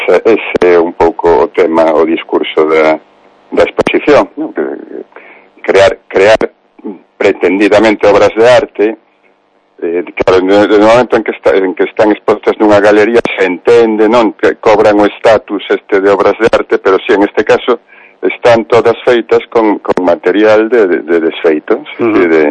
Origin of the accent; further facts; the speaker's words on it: Ourense, Galicia, Spain; also born or lived in Mexico; Sí, sí, son ourensán y nací en México porque, bueno, son fillo da inmigración, muy frecuente que aquí en Ourense, ¿no?